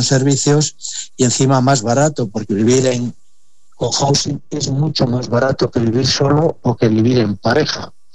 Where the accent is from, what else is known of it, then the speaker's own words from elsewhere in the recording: Aranda de Duero, Castile and León, Spain; a mi pueblo, a Aranda de Duero